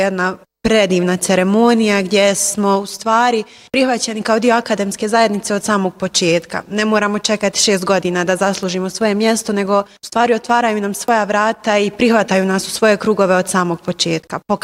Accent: Hadžići, Federation of Bosnia and Herzegovina, Bosnia & Herzegovina; dolazim iz Hadžića, to jest iz Sarajeva.

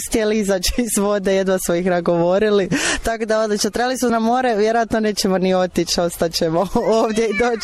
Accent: Split, Split-Dalmatia County, Croatia; born there; now in Zagreb, Croatia; porijeklom smo iz Konjica, roditelji su mi tu rođeni, ali živimo u Zagrebu, ja sam rođena u Splitu, ali dolazimo svake godine

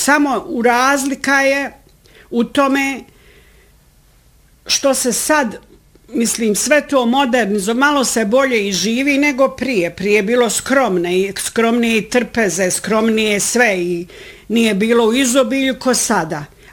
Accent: Vogošća, Federation of Bosnia and Herzegovina, Bosnia & Herzegovina; born or raised there

